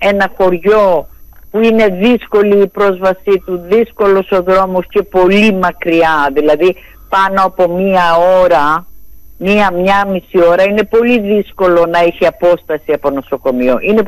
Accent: Crete, Greece; δεν το λέω γιατί είμαι από την Κρήτη

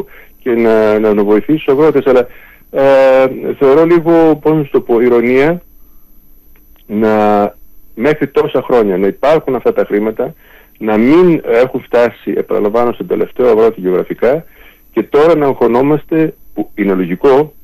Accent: Greece

